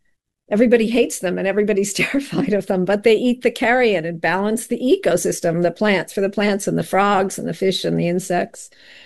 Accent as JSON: {"language": "English", "region": "East Coast", "country": "United States", "lives_now": "Pittsburgh, United States"}